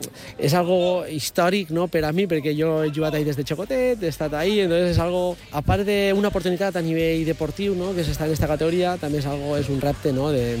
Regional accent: Calp, Valencian Community, Spain; Jo soc de Calp, no?

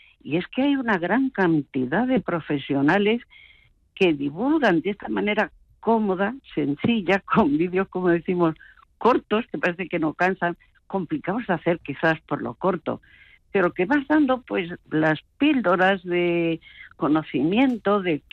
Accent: Andalusia, Spain

